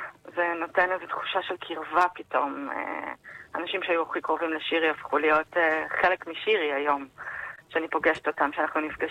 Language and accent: Hebrew; Central Israel, Israel; אני ואחי גדלנו בעיר במרכז הארץ